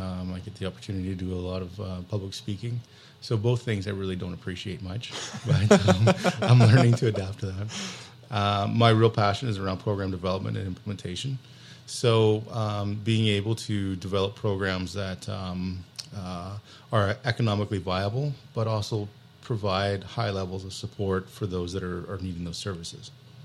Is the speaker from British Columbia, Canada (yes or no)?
no; Whitehorse, Yukon, Canada; my first exposure to friendship centers was when I was a kid, growing up in Whitehorse, Yukon, and going to the Skookum Gym Friendship Center.